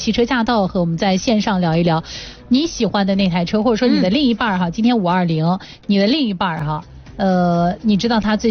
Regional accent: Shanxi, China; 我们山西人

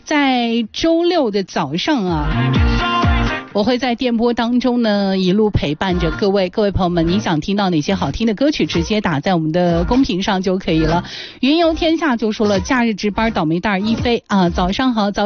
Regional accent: China; 这个日子真的是非常非常值得我们中国人去记住的这样的一个日子

